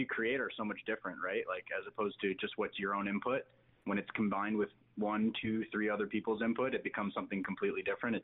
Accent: Ottawa, Ontario, Canada; now in Williams Lake, Canada; I'm actually originally from Ottawa, Ontario. It's been quite a journey for me. I've recently transplanted to Williams Lake a few years back after sort of a career in the tree planting sector.

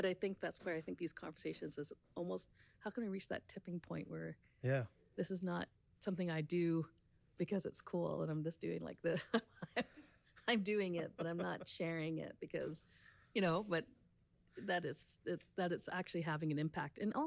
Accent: British Columbia, Canada; even though I'm from British Columbia. Like, you know, I've always been by the ocean, and now being here in the central interior

